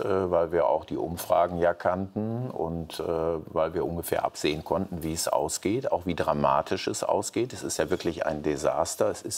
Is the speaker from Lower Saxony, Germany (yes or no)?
yes; Lower Saxony, Germany; ich komme aus Niedersachsen, ich erlebe das an den VW-Standorten